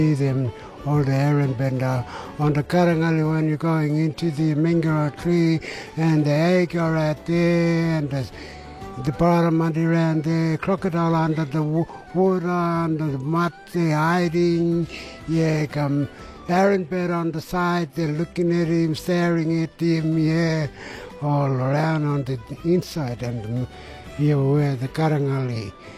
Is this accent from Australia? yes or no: yes; Northern Territory, Australia; I'm from the Ilfra homeland, from the Blumet Bay.